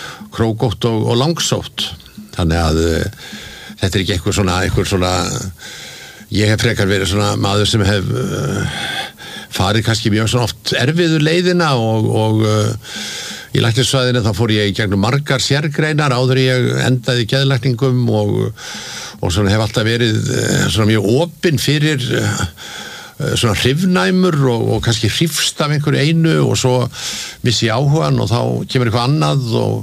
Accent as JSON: {"language": "Icelandic", "town": "Reykjavík", "region": "Capital Region", "country": "Iceland", "tie": "born or raised there", "said": "Já, ég sko alveg upp í Laugarneskverfinu og, og, og hérna bjóð þar þegar ég var ungur"}